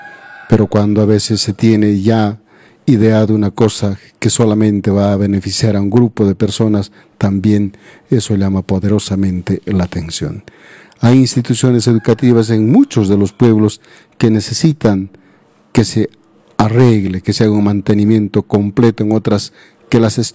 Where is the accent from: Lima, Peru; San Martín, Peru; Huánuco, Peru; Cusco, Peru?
Cusco, Peru; Calca; 7:33 de Calca, nuestra tierra, cultura de mi tierra